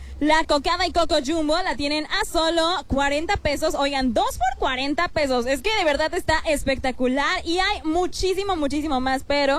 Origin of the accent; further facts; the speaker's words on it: Mexico; nosotros terminamos con las celebraciones como buenos mexicanos, oigan, a nosotros nos encanta la pachanga